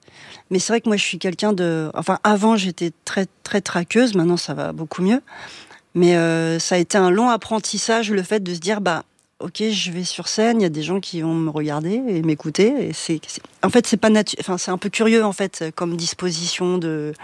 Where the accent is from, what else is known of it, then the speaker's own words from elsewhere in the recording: Villemomble, Île-de-France, France; je suis née à Noisy-le-Sec, mais je n'y ai pas vécu du tout. Moi, j'ai vécu à Villemomble.